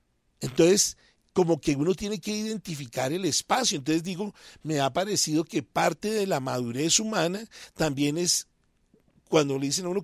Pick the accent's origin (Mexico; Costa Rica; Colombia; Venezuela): Colombia; Bogotá; yo soy bogotano, pero me la he pasado casi siempre en tierra caliente.